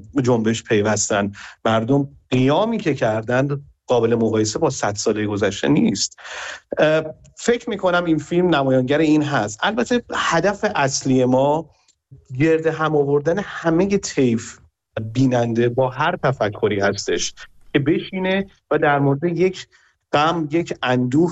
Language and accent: Persian; Iran; همه ما ایرانی هستیم